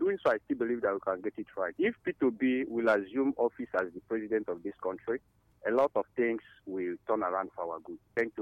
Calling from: Ishieke, Ebonyi, Nigeria; I'm calling you from Ishieke in Ebonyi State.

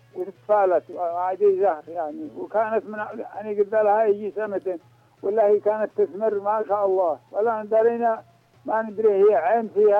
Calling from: Ibb, Yemen; أنا أتصل بكم من جبل وراف.

